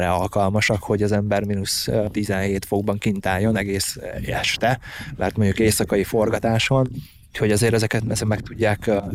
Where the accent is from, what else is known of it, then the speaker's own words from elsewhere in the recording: Hungary; ott egyedüli magyarként voltam jelen